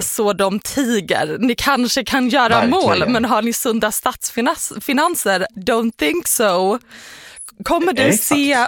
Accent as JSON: {"language": "Swedish", "country": "Sweden", "said": "Någonting som vi svenskar faktiskt gör bättre än fransmännen."}